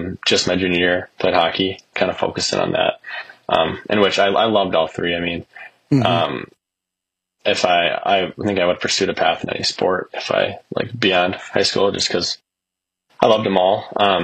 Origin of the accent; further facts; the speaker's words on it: Lakeville, Minnesota, United States; Yeah, so I'm from Lakeville, Minnesota. I've lived in Lakeville for 21 years, all my life.